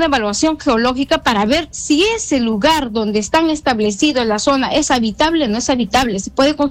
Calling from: Peru; una de las hijas de uno de los damnificados de Pumpunga, del sismo que ha azotado mi pueblo

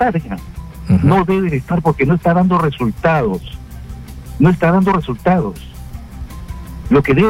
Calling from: Callao, Peru; del Callao.

